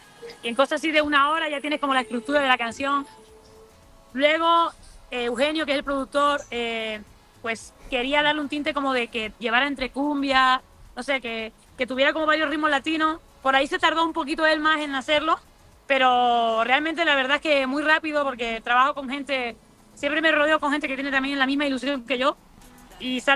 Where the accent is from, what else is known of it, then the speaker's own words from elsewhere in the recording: Spain; siento que tengo mucho que decir como mujer, como persona, como española